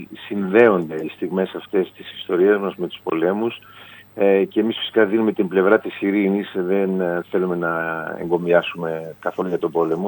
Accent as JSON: {"language": "Greek", "area": "Serres", "region": "Central Macedonia", "country": "Greece", "tie": "born or raised there", "moved": "yes", "said": "Χαίρομαι που είμαι εδώ στην πατρίδα μου"}